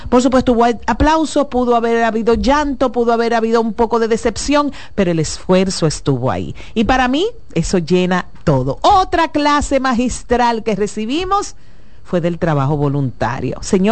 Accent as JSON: {"language": "Spanish", "country": "Dominican Republic"}